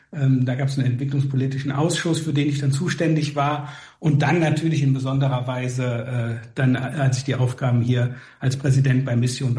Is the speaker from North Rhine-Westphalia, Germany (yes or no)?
yes; North Rhine-Westphalia, Germany; Nein, ich komme eigentlich aus dem Erzbistum Paderborn. Das Siegerland gehört zu Paderborn, aber Paderborn liegt 200 Kilometer von Siegen entfernt.